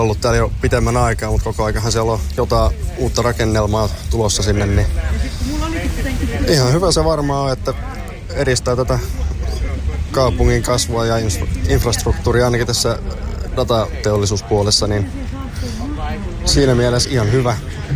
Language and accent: Finnish; Hamina, Kymenlaakso, Finland; Olen Haminasta, joo.